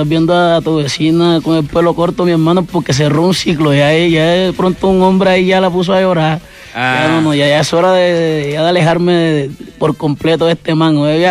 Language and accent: Spanish; Santa Rosa de Lima, Bolívar, Colombia; son más que todo locales allá en mi pueblo, porque yo soy de un pueblo.